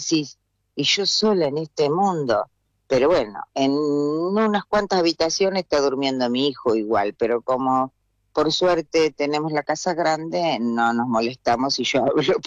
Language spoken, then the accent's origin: Spanish; Los Toldos, Buenos Aires Province, Argentina; born there; moved away; mi ciudad es linda por elección, porque yo nací en Los Toldos.